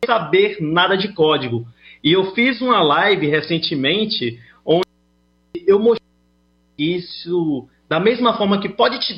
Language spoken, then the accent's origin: Portuguese; Salvador, Bahia, Brazil; Não, eu sou de Salvador.